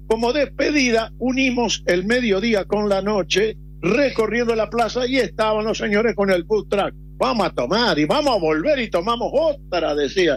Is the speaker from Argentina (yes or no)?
yes; Paraná, Entre Ríos, Argentina; yo que soy de Paraná